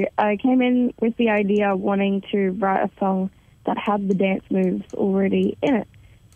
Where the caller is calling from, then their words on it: Bundaberg, Queensland, Australia; From Bundaberg, Queensland.